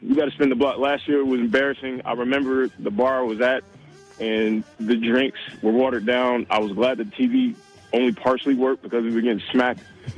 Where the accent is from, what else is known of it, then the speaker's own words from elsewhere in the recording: New York, United States; now in Atlanta, United States; Originally from New York, my entire family's from New York.